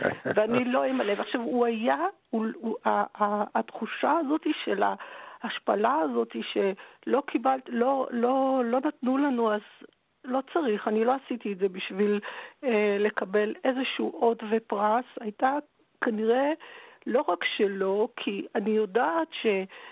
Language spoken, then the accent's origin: Hebrew; Tel Aviv, Tel Aviv District, Israel; בתור ילדה שגדלה בתל אביב